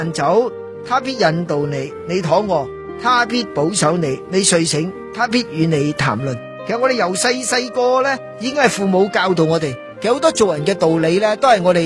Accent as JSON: {"language": "Cantonese", "country": "China", "lives_now": "North America", "said": "我哋中国人都系讲仁义道德、礼义廉耻呢啲各方面咧，呢啲嘅所谓德育嘅教育。我哋喺西方咧"}